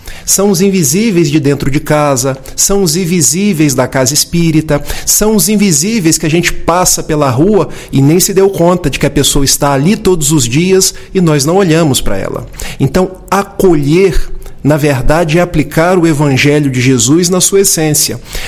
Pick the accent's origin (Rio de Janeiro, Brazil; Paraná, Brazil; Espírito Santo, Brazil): Rio de Janeiro, Brazil; Itaperuna; born there; now in Niterói, Brazil; sou nascido em Itapiruna, norte do estado do Rio de Janeiro, mas hoje moro em Niterói.